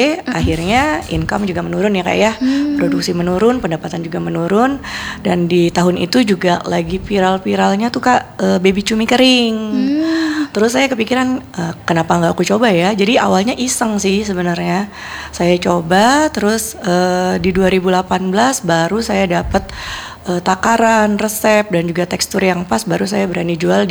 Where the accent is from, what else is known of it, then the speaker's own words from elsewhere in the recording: Kalimantan, Indonesia; Iya, karena saya pikir kan saya orang Kalimantan ya. Suku saya juga Banjar.